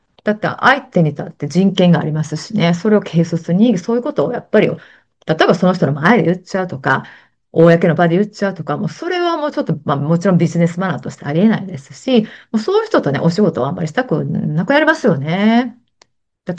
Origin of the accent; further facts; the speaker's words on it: Kansai, Japan; accent: Kansai dialect; 私、この番組も結構関西弁をね、バーッと使って喋ってるんで